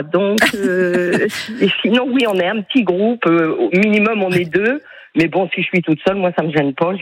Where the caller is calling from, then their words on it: Le Grau-d'Agde, Occitanie, France; Oui, non, ben, j'habite au Gros. Donc, au Gros, je suis à 400 mètres.